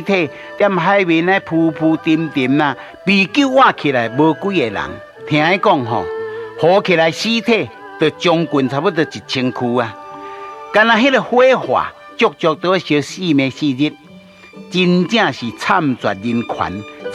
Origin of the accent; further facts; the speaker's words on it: Taiwan; 真相不明，这是身为台湾人的悲哀。